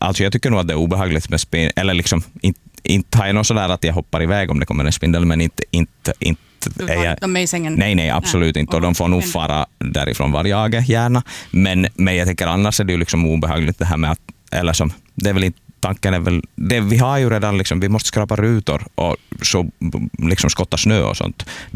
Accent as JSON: {"language": "Swedish", "region": "Ostrobothnia", "country": "Finland", "tie": "born or raised there", "said": "När jag är från Österbotten, så vi tittar ju alltid på... Jag har aldrig tittat på något finskt barnprogram, finlandssvenskt heller barnprogram. Vi tittar ju alltid på SVT i Österbotten."}